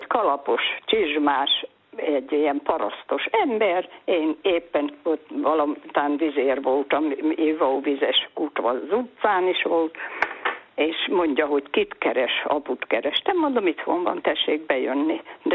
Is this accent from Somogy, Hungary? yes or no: no; Szabolcs-Szatmár-Bereg, Hungary; mert én Szabolcsi vagyok